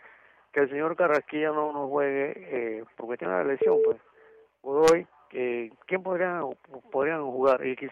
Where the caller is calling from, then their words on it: Panama City, Panamá, Panama; yo soy acá de Panamá Viejo